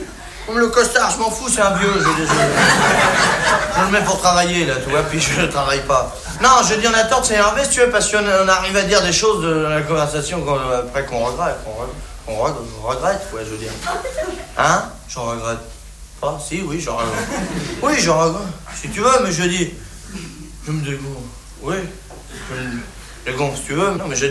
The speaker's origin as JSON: {"language": "French", "country": "France", "said": "Les Français, c'est des cons, oui, ben, je suis bien placé, hein, je suis français."}